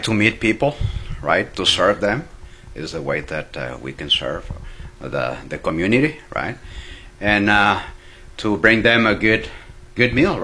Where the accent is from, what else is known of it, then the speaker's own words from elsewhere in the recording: Durango, Mexico; born there; English is a second language; moved away; Well, I was born in Mexico, Durango State, and it's been like a family-owned business since I was little.